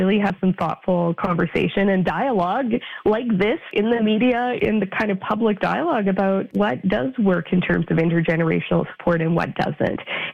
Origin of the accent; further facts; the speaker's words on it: Canada; born there; also born or lived in Saskatchewan / Yukon; I grew up in Saskatchewan and the Yukon, so very, very rural parts of Canada.